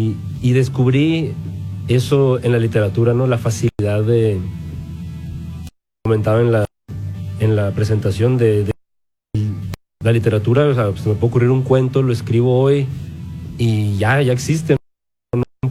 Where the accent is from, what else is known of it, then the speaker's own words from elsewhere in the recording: Caborca, Sonora, Mexico; el muchacho de Caborca Sonora, que le gusta escribir, que le gusta el cine